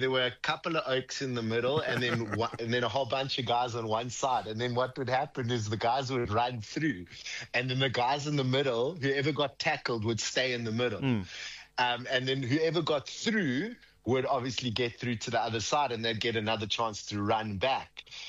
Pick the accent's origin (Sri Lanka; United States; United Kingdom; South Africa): South Africa; as a South African